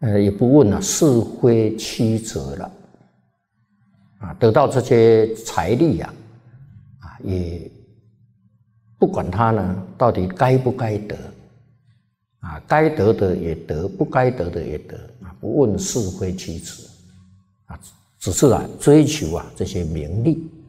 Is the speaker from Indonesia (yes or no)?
no; China; 所以我们中国这些成语谚语都充满了智慧，啊，所以身为中国人啊，是很有福报的